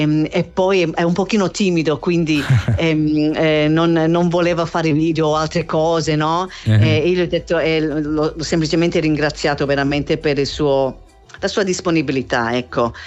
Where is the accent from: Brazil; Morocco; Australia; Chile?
Australia; first language English; Italian is a second language; Poi io sono australiana, sono madrelingua inglese